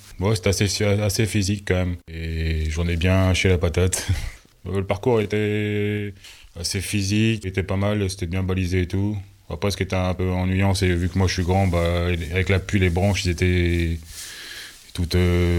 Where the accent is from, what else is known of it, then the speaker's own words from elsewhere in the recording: Boissy-Fresnoy, Hauts-de-France, France; Boissy-Fresneaux.